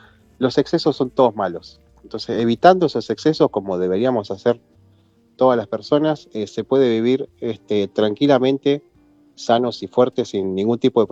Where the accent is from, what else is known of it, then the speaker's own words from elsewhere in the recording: Bariloche, Río Negro, Argentina; nosotros somos de Bariloche, Río Negro